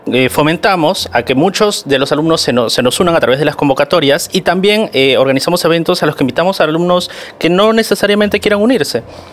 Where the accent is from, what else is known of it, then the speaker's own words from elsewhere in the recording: Ayacucho, Peru; now in Lima, Peru; soy ayacuchano y he visto cómo en la zona donde yo he crecido, la izquierda está fuertemente marcada